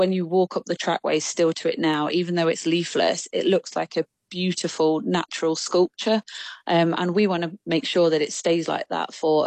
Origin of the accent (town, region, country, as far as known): Nottingham, East Midlands, United Kingdom